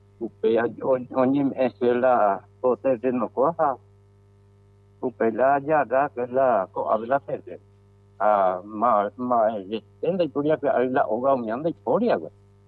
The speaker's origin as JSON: {"language": "Spanish", "country": "Paraguay", "said": "pero que estamos ahí a luchar como paraguayo"}